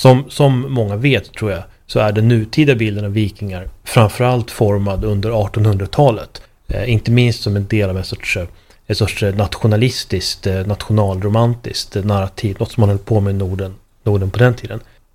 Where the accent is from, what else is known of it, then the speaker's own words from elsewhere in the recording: Sweden; för jag är svensk